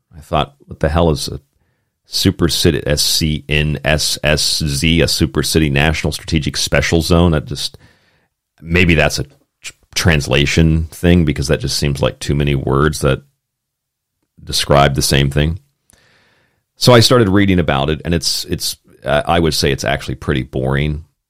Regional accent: United States; I mean, I'm an American.

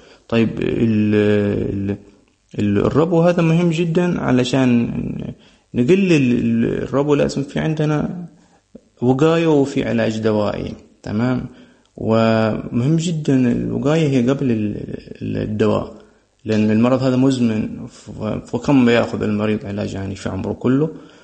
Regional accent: Hadhramaut, Yemen; عندنا في حضرموت بحكم من الصحراء أو الجو الجاف في الوادي والرمال والأتربة والبيئة اللي احنا نعيش فيها والزراعية والحيوانية

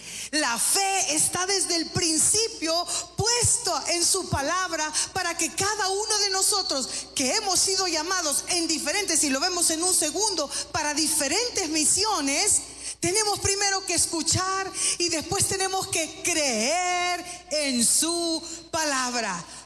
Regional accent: El Salvador; Como decimos aquí en El Salvador

